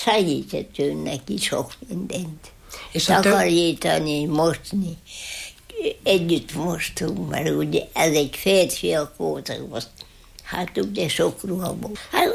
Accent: Parád, Heves, Hungary; Én itt születtem.

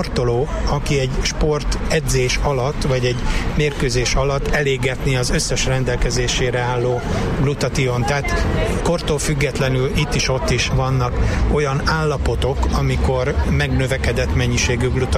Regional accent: Szeged, Csongrád-Csanád, Hungary; Én szegedi vagyok, nálunk a kézilabda és a kajakkenu az elsődleges sportok

